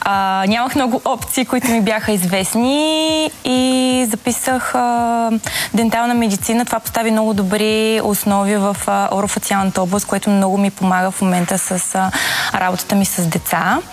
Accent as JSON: {"language": "Bulgarian", "town": "Plovdiv", "region": "Plovdiv Province", "country": "Bulgaria", "tie": "born or raised there", "said": "Израснала съм в Пловдив, най-стария жив град в света и съм горда пловдивчанка."}